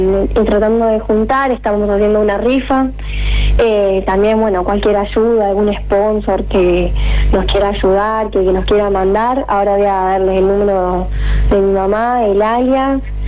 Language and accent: Spanish; Arequito, Santa Fe, Argentina; yo soy de Arequito, tengo 16 años